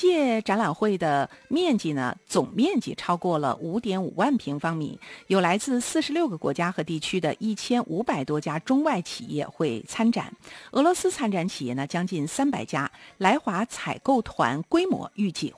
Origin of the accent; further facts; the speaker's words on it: Harbin, Heilongjiang, China; 如果不是这个从小在哈尔滨长大的，肯定说姜岩啊。咱们这个哈尔滨人都说姜燕儿啊